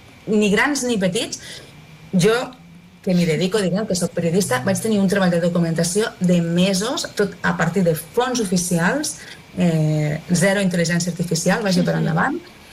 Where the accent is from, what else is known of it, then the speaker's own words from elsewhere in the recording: Maials, Catalonia, Spain; born there; jo som nascuda a Maials, un poble del Segrià, que no arriba als 1.000 habitants